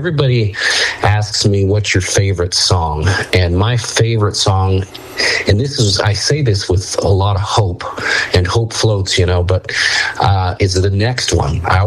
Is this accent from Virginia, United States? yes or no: no; Utah, United States; growing up in Utah, if you grow up as a rural kid here in Utah